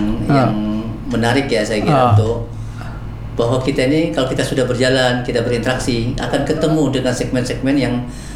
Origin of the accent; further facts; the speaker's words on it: Riau Islands, Indonesia; saya sebagai warga Kepri ini